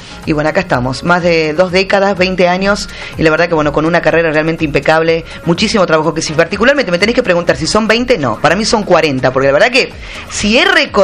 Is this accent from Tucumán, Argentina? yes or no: yes; Tucumán, Argentina; also born or lived in Santiago del Estero, Argentina / Italy; yo me siento tucumana, yo soy tucumana, radicada desde muy chica, nació artísticamente … acá, así que soy tucumana.